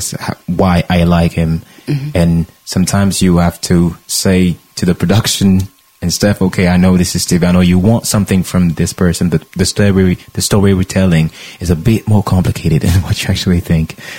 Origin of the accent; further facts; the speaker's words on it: Brittany, France; everybody discovered that I was really from Bretagne